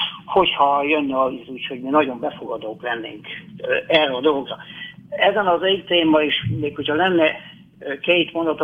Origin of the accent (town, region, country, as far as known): Hungary; born there